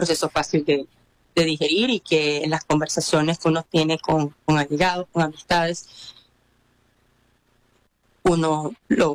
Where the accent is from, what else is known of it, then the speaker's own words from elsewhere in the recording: Venezuela; nos mantiene unidos como venezolanos desde diferentes partes del país, tanto los que estamos adentro como